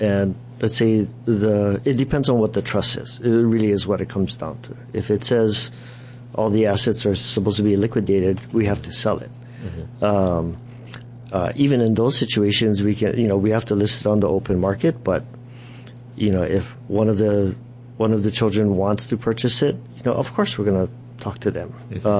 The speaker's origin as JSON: {"language": "English", "region": "Hawaii", "country": "United States", "tie": "born or raised there", "said": "I'm born and raised in Hawaii."}